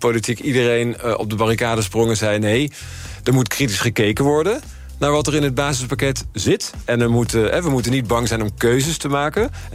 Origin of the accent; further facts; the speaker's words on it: Netherlands; ik ben natuurlijk Nederlander.